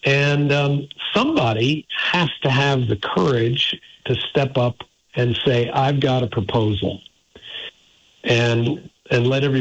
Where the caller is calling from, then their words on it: Montpelier, Vermont, United States; I'm calling in from Montpelier.